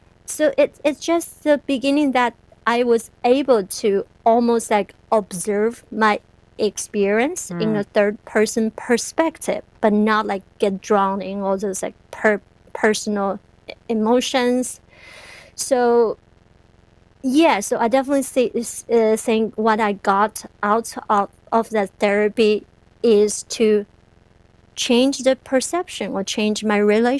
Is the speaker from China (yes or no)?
yes; China; English is a second language; I came all the way from China and to manage to be here